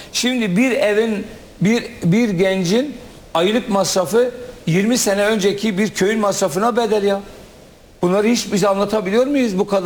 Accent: Kurdistan, Turkey; ben bir Kürt olarak görüyorum

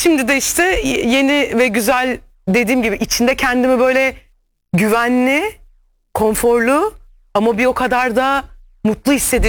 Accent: Istanbul, Turkey; born there; also born or lived in Trabzon; İstanbul doğumluyum ama Karadenizli, Trabzonluyum, Trabzonsporluyum.

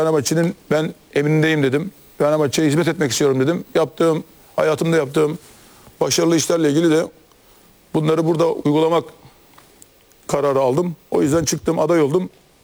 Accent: Istanbul, Turkey; Sokaklarda büyüdük. Sokaklardan geldik. Sokaklardan ticaret yaparaktan ben buralara geldim. Kasımpaşa'nın bir evladıyım. Kasımpaşa'da doğdum.

